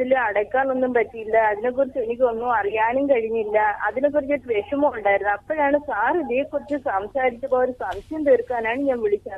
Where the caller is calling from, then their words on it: Kerala, India; ബെന്നിയോടിൽ നിന്നാണ് വിളിക്കുന്നത്.